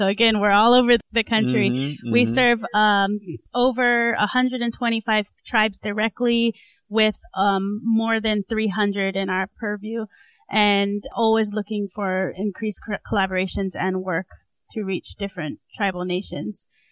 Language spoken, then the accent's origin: English; Hawaii, United States; born or raised there